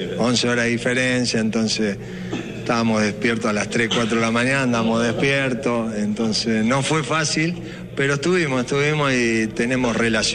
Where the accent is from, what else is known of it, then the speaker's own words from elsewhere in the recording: Corral de Bustos, Córdoba, Argentina; A decir a mí que soy de Corral de Busto.